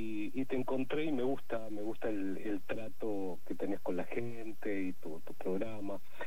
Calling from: San Juan, Argentina; de San Juan.

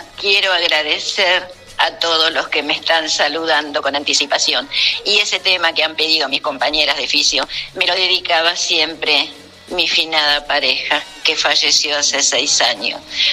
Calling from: Buenos Aires, Argentina; Soy la porteña

